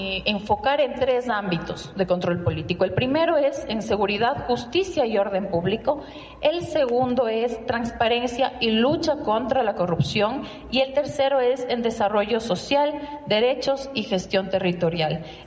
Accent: Ecuador

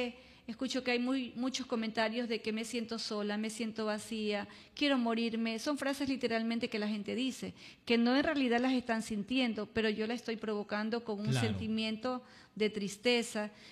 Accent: Ecuador; los ecuatorianos somos muy apasionados por el deporte

